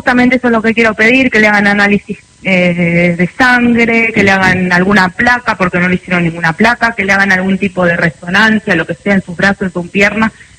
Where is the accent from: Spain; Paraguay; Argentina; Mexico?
Argentina; Macachín, La Pampa; born there